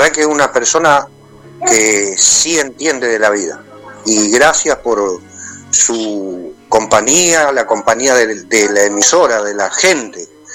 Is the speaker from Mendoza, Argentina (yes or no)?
no; Oliveros, Santa Fe, Argentina; Olivero, oriundo de acá de Olivero, nacido en Oliveros.